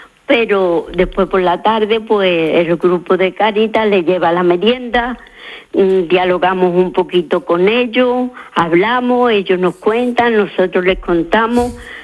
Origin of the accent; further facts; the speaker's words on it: Zalamea la Real, Andalusia, Spain; born there; Yo nací en Zalamea.